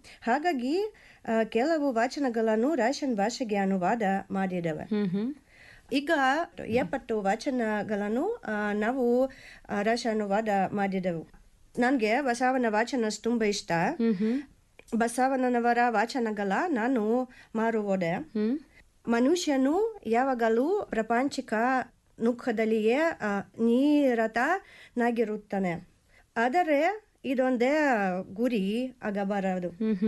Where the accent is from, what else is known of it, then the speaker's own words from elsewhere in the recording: Russia; Kannada is a second language; moved away as an adult; now in Mysore, India; ನಾನು ರಾಶಿಯಿಂದ ಬಂದಿದೆ. ನಾನು ಮೈಸೂರಿಗೆ 6 ವರ್ಷಗಳು ಇದ್ದೇನೆ.